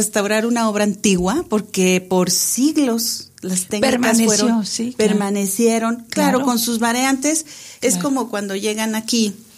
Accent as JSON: {"language": "Spanish", "region": "Durango", "country": "Mexico", "moved": "yes", "said": "Regreso a Durango, sinceramente, siempre regreso a mi tierra, voy y vengo"}